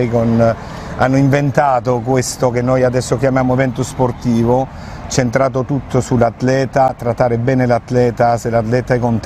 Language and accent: Italian; Madrid, Community of Madrid, Spain; Italian is a second language; moved away; also born or lived in United States; Io sono madrilegno, sono di Madrid.